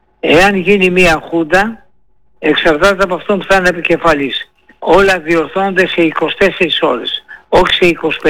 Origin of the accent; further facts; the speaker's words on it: Greece; Είμαι Έλληνας.